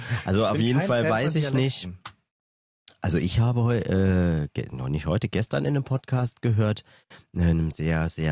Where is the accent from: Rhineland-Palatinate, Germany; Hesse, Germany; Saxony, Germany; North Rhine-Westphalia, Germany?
Rhineland-Palatinate, Germany; Trier; Ja, ich bin aus Trier.